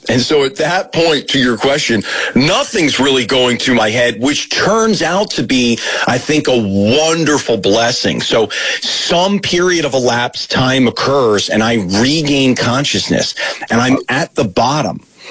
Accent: Baltimore, Maryland, United States; moved away as an adult; I'm originally from Baltimore, and I'd been living in the greater Denver and Boulder area of Colorado for about a year.

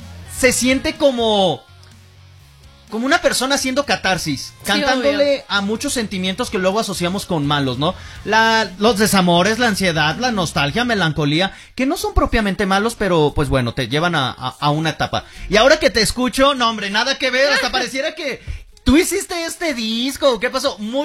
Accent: northern Mexico, Mexico; now in Mexico City, Mexico; yo no soy tampoco de acá, o sea, yo no nací en Ciudad de México.

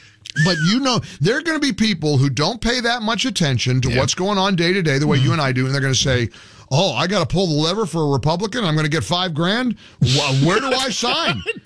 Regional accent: Midwest, United States; also born or lived in New York City; now in Florida, United States; When you're a kid growing up in the Midwest

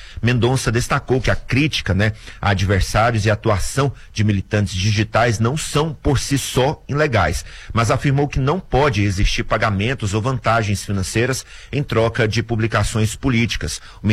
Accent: Jataí, Goiás, Brazil; porque lá na minha cidade tem uma umidade um pouquinho maior, em Jataí, Goiás.

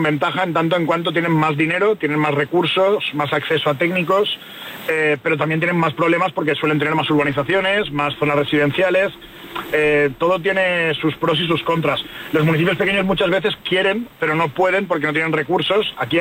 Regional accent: Valencia, Valencian Community, Spain

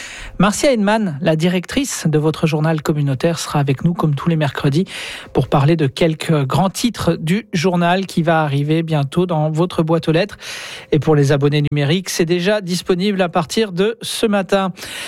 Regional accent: Quebec, Canada; accent: North American; Je dis les choses comme elles viennent avec mon accent bien de l'autre bord de l'Atlantique.

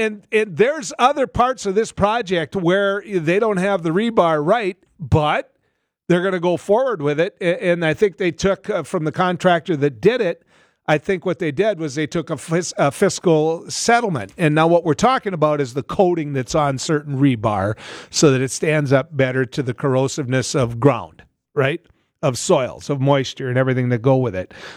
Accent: North Dakota, United States; In my home state, the state of North Dakota

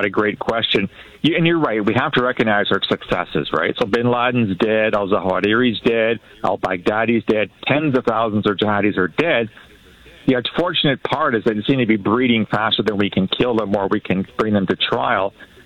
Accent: London, Ontario, Canada; I grew up in London, Ontario, right?

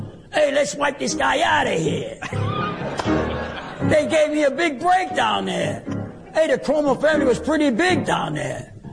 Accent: New York, United States; Because I come from Hell's Kitchen. What do I know?

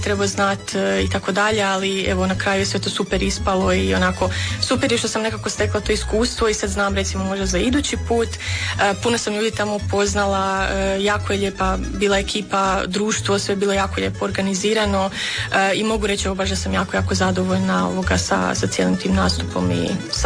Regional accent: Daruvar, Bjelovar-Bilogora County, Croatia; now in Osijek, Croatia; Ja sam evo, ja dolazim inače iz Daruvara, iz Bjelovarsko-bilogorske županije

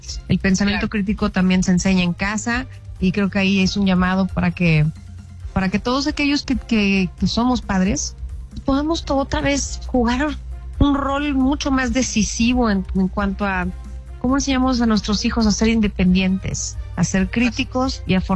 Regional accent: Mexico; haríamos bien como mexicanos en replantear pues nuestro modelo educativo.

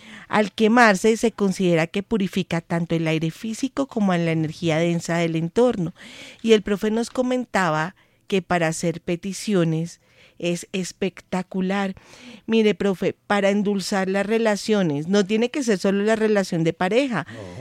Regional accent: Bogotá, Colombia; Es que así es mi Bogotá, ¿no? Nosotros sí. Somos una montaña rusa.

